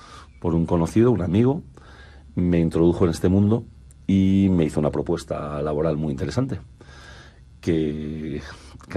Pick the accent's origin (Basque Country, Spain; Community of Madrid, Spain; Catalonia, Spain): Catalonia, Spain; Barcelona; Yo vengo de Barcelona, es una zona de una tradición muy grande de fábricas textiles